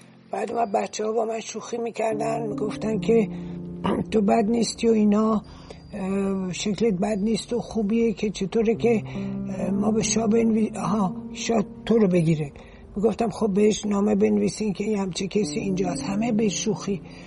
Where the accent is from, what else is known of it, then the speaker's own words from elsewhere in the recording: Iran; moved away; من که گفتم ما ایرانی هستیم